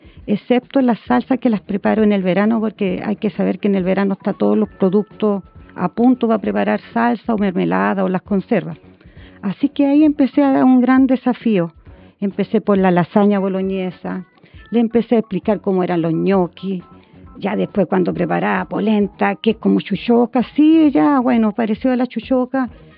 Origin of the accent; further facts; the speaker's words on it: Vicuña, Coquimbo, Chile; born there; moved away; also born or lived in southern Chile; Cuando me vine a Vicuña en el 2019, cuando retorno a mi tierra